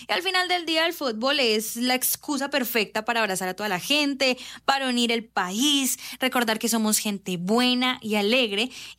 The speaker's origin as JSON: {"language": "Spanish", "country": "Colombia"}